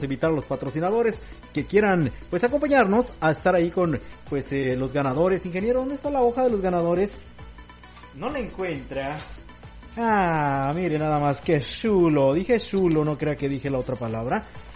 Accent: San Luis Río Colorado, Sonora, Mexico; ahí de San Luis Río Colorado, Sonora, donde hasta las lagartijas llevan su agüita.

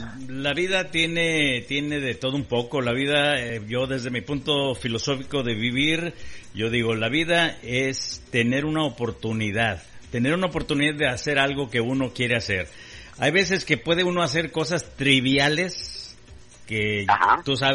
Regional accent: Guadalajara, Jalisco, Mexico; moved away as an adult; now in United States; allá de donde yo soy, Guadalajara

